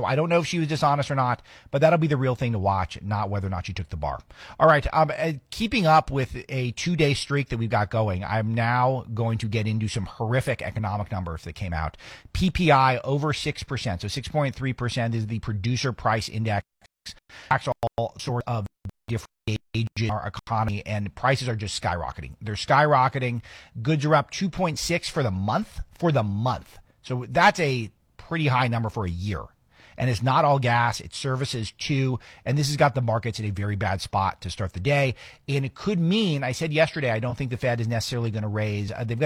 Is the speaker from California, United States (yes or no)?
yes; California, United States; I come from California.